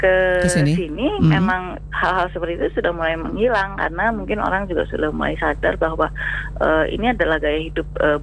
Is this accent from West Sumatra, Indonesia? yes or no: no; Bandung, West Java, Indonesia; Iya, kalau aku sih lahir besar di Bandung.